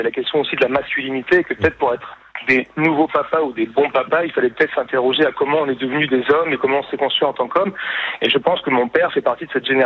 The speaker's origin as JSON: {"language": "French", "town": "Nice", "region": "Provence-Alpes-Côte d'Azur", "country": "France", "said": "Le vrai niçois, c'est moi. Parce que moi, je suis né à Nice."}